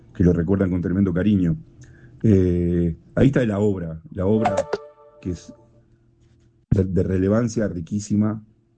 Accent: Uruguay

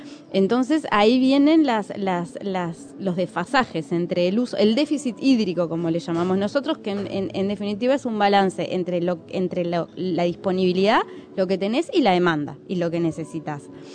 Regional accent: Uruguay; Los uruguayos tenemos

